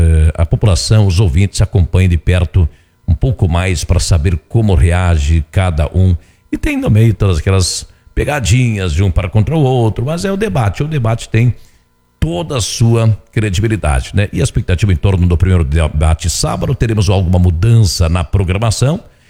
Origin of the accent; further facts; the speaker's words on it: Iporã do Oeste, Paraná, Brazil; sou de Ipora do Oeste.